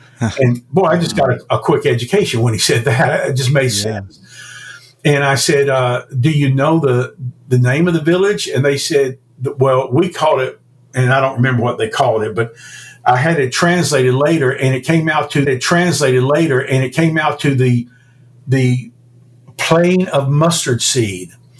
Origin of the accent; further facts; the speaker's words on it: United States; being an American entrepreneur